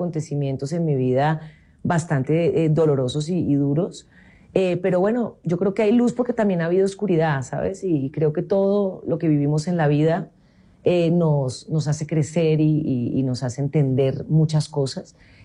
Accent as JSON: {"language": "Spanish", "country": "Colombia", "moved": "yes", "lives_now": "Spain", "said": "yo soy exiliada voluntaria colombiana"}